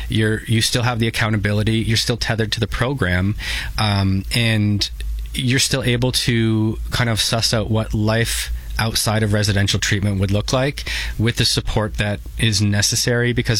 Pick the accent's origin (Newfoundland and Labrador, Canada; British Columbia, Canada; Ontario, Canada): Ontario, Canada; St. Catharines; I'm from St. Catharines. I grew up here. I remember going to art classes there when I was 8 years old